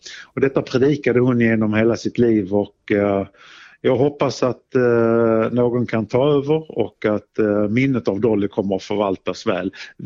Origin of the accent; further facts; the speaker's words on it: Skurup, Skåne, Sweden; När jag var liten så lyssnade vi mycket på Radio Kristianstad hemma i Skurup där jag bodde.